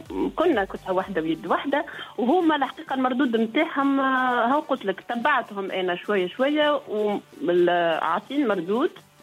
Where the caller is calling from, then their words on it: Tunisia; احنا بلادنا تونس ونحبوهم ما بدلوهاش.